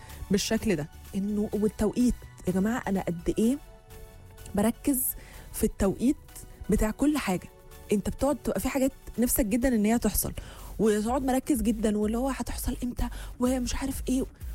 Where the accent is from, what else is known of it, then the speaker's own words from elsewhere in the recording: Palestine; انا من فلسطين كل يوم بسمعكم الصبح في الشغل